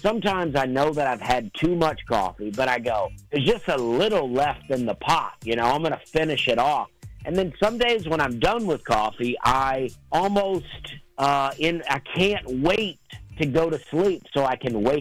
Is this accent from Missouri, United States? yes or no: no; Alabama, United States; now in Nashville, United States; You know, I grew up in Alabama, and a big reason for moving to Nashville was that I like country music.